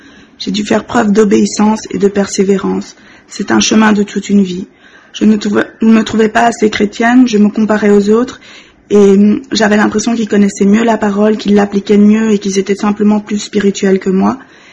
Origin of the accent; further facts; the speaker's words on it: Brussels, Brussels-Capital Region, Belgium; je viens de Bruxelles